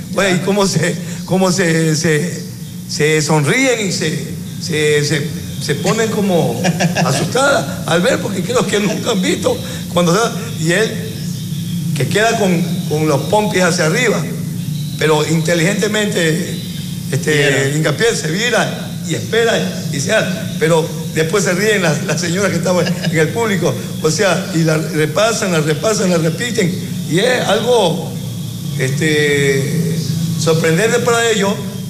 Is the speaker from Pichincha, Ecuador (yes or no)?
no; Ventanas, Los Ríos, Ecuador; Yo soy de acá, de Los Ángeles de Ventana, pero mis abuelos fueron de allá, pues, y se vinieron para acá a la provincia de Los Ríos. Y ya aquí nosotros ya estamos, pues, pero … de allá, de familia de El Carmen, Canuto, por allá.